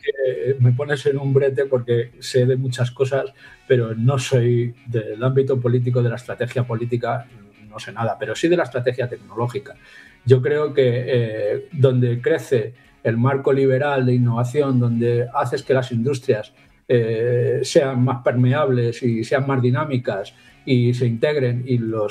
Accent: Spain; now in United States; Soy europeo, soy español y aunque tenga mis ojos y al final termine desarrollando mis proyectos en Estados Unidos, me gustaría hacerlos en Europa

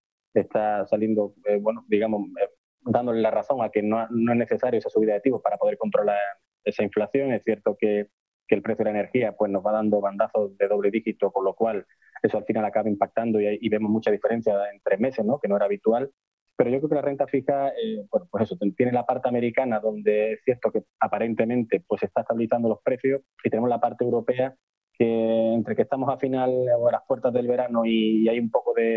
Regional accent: Galicia, Spain; como buen gallego depende

